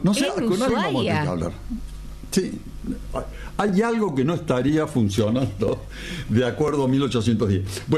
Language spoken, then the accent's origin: Spanish; Argentina; Porque Guillermo, Agustina, yo vivimos en Argentina, nacimos en Argentina, trabajamos en Argentina.